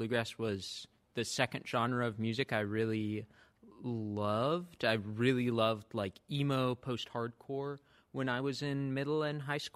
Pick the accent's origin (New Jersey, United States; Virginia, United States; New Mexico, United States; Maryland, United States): Virginia, United States; Virginia Beach; I grew up in Virginia Beach, Virginia, not a ton of bluegrass culture.